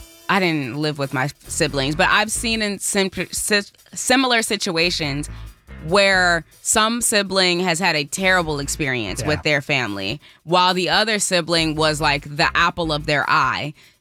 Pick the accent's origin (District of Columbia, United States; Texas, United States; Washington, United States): District of Columbia, United States; Washington; now in Detroit, United States; I'm not originally from Detroit. I'm from D.C. But my family, my core family, is from South Carolina.